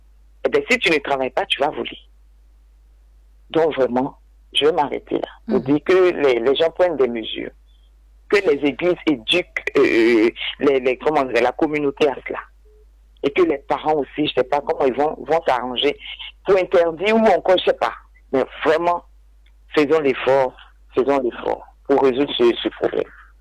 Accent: Côte d’Ivoire; comme on dit chez nous en Côte d'Ivoire, c'est qui va t'avaler là?

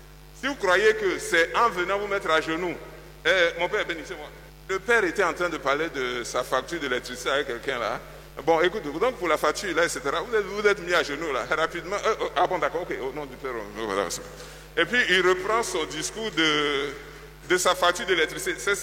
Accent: Lagunes, Côte d’Ivoire; moved away; Je suis originaire de la région de Jacquesville.

